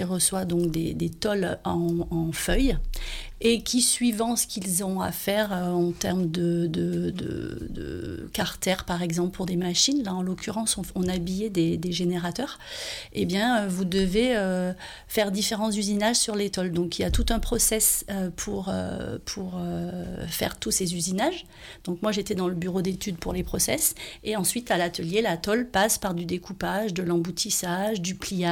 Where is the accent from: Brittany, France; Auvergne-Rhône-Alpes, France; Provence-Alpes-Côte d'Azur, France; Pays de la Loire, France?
Auvergne-Rhône-Alpes, France; Je suis originaire du Sud-Ardèche, entre Aubenas et le plateau du Coiron, depuis de nombreuses générations, comme beaucoup de gens ici. Très attachée à ce territoire et à ses valeurs